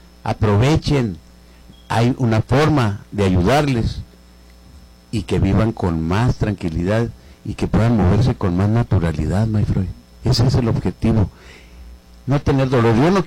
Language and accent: Spanish; Samalayuca, Chihuahua, Mexico; soy de Chamalayuca.